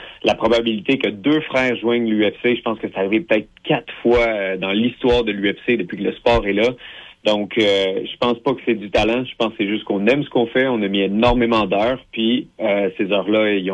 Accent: Beloeil, Quebec, Canada; nous autres, on a grandi à Belleuil, puis tu sais, c'est pas la place la plus rough

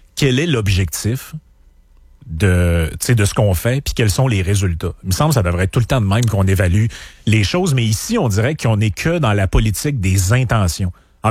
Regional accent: Lac-Saint-Jean, Quebec, Canada; je viens du Lac-Saint-Jean.

